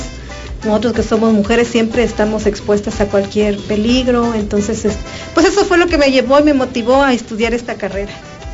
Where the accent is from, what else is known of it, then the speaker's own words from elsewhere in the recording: Chicomuselo, Chiapas, Mexico; yo soy originaria de Chicomucelo. Soy de pueblo de los siete jaguares. Nací allá en el año 1982.